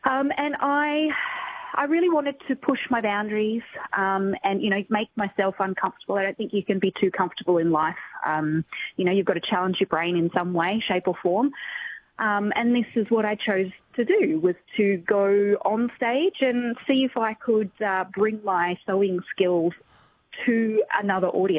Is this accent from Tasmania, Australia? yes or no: yes; Tasmania, Australia; Look, I grew up in Tasmania, and I knew from quite early on that I enjoyed vintage fashion